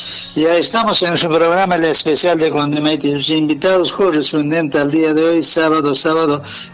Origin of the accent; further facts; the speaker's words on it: Peru; somos peruanos